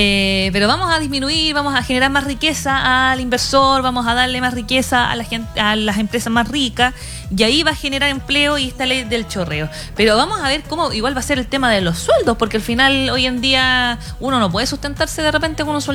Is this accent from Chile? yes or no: yes; Chile; nosotros como chilenos o chilenas